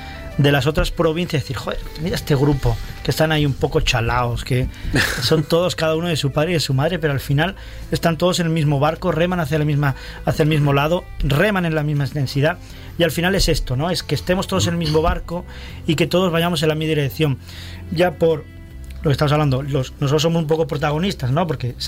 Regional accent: Almería, Andalusia, Spain; que yo vengo un poco más de fuera, soy de Almería todavía, pero vengo más de fuera, ese compañerismo, que os lo digo, no hay en otros sitios.

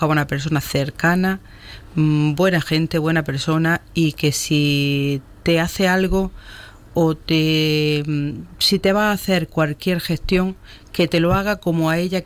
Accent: Pechina, Andalusia, Spain; yo soy pechinera.

